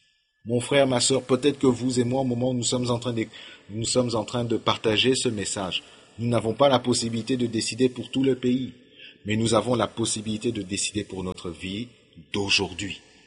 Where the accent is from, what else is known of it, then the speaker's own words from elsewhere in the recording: Kinshasa, DR Congo; je suis congolais